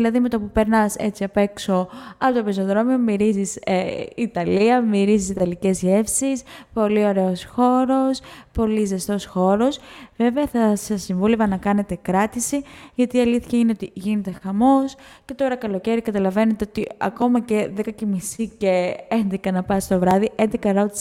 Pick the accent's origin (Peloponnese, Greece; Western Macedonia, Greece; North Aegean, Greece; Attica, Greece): Peloponnese, Greece; Kalamata; moved away; το Πάσχα είχα πάει με τις φίλες μου στην Καλαμάτα, επειδή είμαι από Καλαμάτα